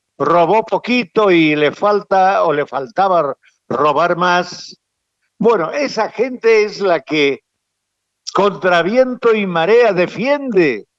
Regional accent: Tarija, Bolivia; ¿será que soy boliviano o soy únicamente tarijeño? Yo soy tarijeño, señores.

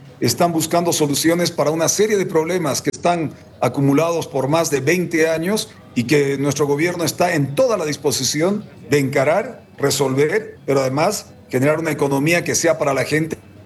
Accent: Bolivia

